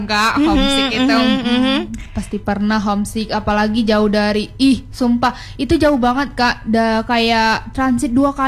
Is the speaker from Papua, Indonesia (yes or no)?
no; Padang, West Sumatra, Indonesia; moved away as an adult; Aku asli Padang kak.